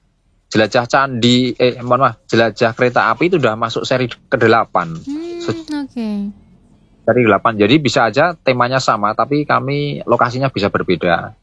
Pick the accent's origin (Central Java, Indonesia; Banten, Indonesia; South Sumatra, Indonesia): Central Java, Indonesia; Magelang; kita itu orang Magelang, orang Indonesia